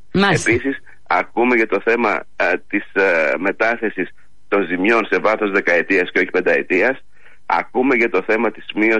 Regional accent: Greece; ως Έλληνες

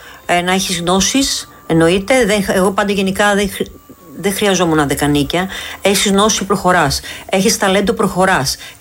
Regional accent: Patras, Western Greece, Greece; είσαι από την Πάτρα, ξέρεις που είναι, έμενα στη Ταραμπούρα και πήγα μόνη μου παιδάκι στο εθνικό στάδιο της Πάτρας

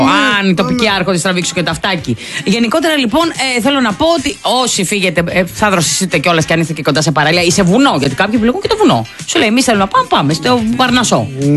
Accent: Western Greece, Greece; Μ' αρέσει πάρα πολύ η περιοχή. Γενικώς μ' αρέσει η Πελοπόννησος. Και εγώ είμαι από την Ηλία.

